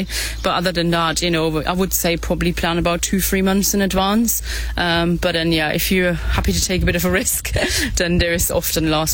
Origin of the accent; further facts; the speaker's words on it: Germany; now in Narberth, United Kingdom; I've been here for 9 years now. I'm originally from Germany, but I've completely fallen in love with Pembrokeshire